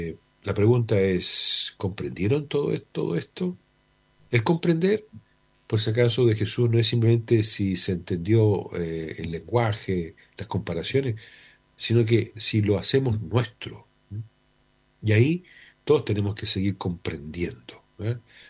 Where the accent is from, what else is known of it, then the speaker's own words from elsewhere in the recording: Chile; Recibimos la condición de ciudadano, de chileno